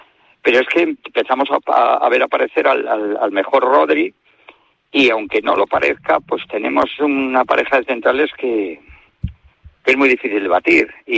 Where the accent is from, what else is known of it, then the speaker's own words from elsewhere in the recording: Spain; Lo que sí quiero, que en este partido España, como español que me siento, yo voy a empujar